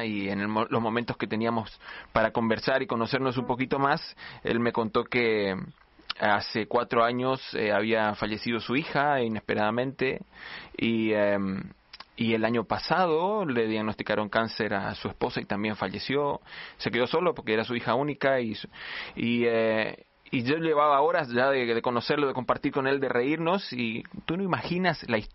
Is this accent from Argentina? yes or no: yes; Argentina; acentos resultan en este acento tan complejo. Sí. Confuso que traigo, que nunca nadie identifica que soy argentino.